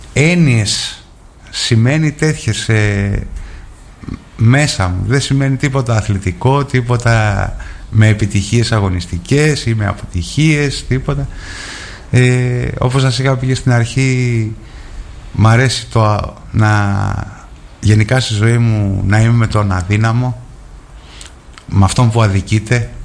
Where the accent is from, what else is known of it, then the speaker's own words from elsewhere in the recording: Greece; born there; Είμαι Έλληνας, τι να κάνω, εδώ γεννήθηκα.